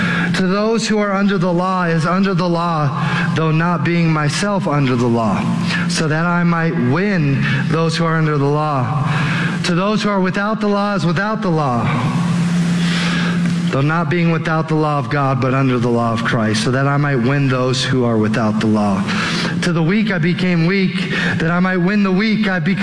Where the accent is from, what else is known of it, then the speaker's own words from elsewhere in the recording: Aurora, Colorado, United States; I grew up in Aurora. I'm a native to Colorado.